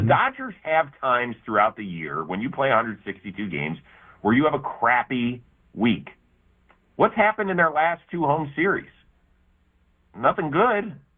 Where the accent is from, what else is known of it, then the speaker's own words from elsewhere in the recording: Cleveland, Ohio, United States; I grew up in Cleveland. I've been a diehard Browns fan since I could walk.